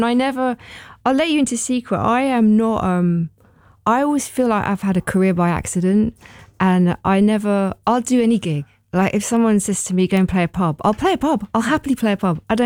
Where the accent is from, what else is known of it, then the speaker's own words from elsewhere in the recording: London, United Kingdom; I was born in SE18. You can take the girl out of London. You can't take the London out of the girl, but I'm a bit further away now.